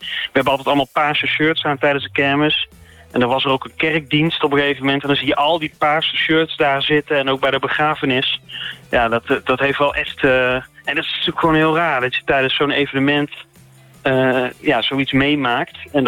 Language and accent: Dutch; Tilburg, North Brabant, Netherlands; Ik kom uit Tilburg, dus ik ken dat evenement natuurlijk goed.